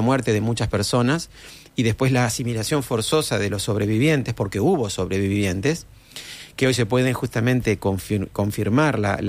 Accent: Las Piedras, Canelones, Uruguay; Parece que venimos de migrantes de las Islas Canarias, casados todos entre parientes, agricultores. En mi caso, zona rural del Colorado, en las afueras de Las Piedras, en el departamento de Canelones.

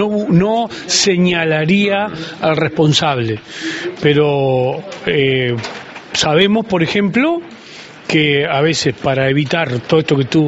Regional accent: Uruguay; somos uruguayos, no somos anglosajones

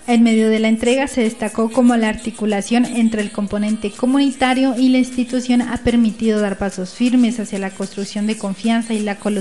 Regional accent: Jambaló, Cauca, Colombia; somos las comunidades acá de Jambaló

